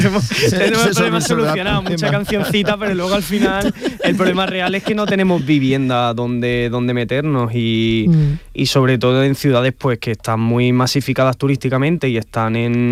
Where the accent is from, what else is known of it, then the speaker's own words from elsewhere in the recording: Málaga, Andalusia, Spain; Soy de Málaga, vivo con mis padres.